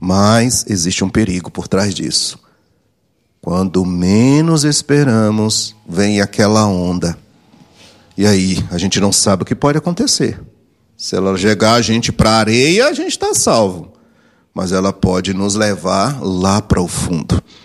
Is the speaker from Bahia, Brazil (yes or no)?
yes; Bahia, Brazil; moved away; Na minha terra, lá na minha Bahia